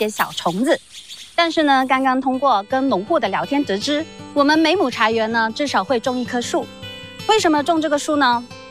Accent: Yingde, Guangdong, China; 我来自红茶之乡的广东省清远英德市。那我现在呢是在英德市茶叶行业协会工作。

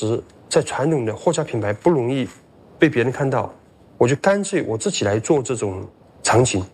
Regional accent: Jingdezhen, Jiangxi, China; born or raised there

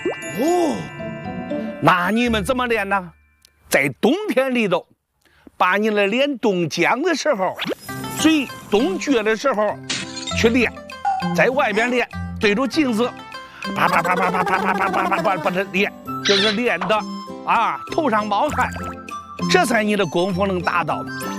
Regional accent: Hebi, Henan, China; 我乃河南鹤壁市人士，就是豫剧七品芝麻官的扮演者，

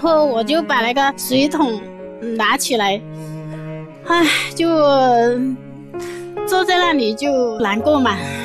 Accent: Nanchong, Sichuan, China; 我老家是南充的，那个时候家里条件不好

